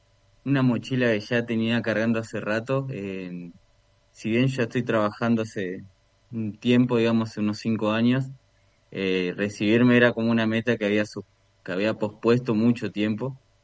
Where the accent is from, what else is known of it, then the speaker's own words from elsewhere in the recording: Santo Tomé, Santa Fe, Argentina; moved away as an adult; also born or lived in Paraná; now in Sauce Viejo, Argentina; Yo era de Santo Tomé cuando arranqué a estudiar. Después viví un tiempo en Paraná. Y ahora estoy en Sauce Viejo.